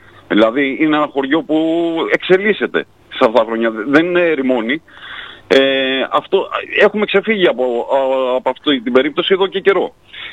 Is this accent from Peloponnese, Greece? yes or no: no; Patrika, Chios, North Aegean, Greece; Θα ήθελα να συμμετέχει το χωριό μου.